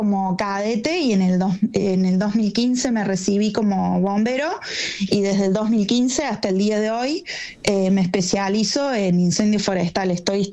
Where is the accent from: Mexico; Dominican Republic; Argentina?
Argentina